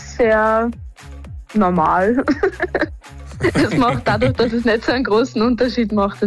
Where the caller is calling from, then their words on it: Raabs an der Thaya, Lower Austria, Austria; Ich bin jetzt gerade Müllermeisterin geworden, bin die Jüngste im deutschsprachigen Raum und bin aus Raps an der Theier.